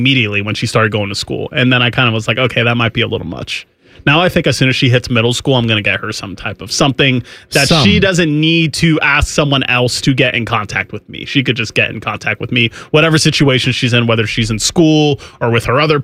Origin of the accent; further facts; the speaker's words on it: New York, United States; And then I was thinking about how growing up in New York in that time that everyone was like, oh, Derek Jeter, Derek Jeter, Derek Jeter. And then I moved here